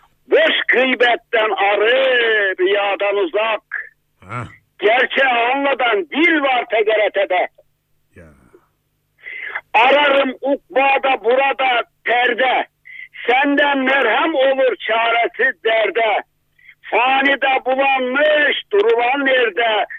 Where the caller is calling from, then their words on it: Kahramanmaraş, Turkey; Kahramanmaraş'tan arıyorum.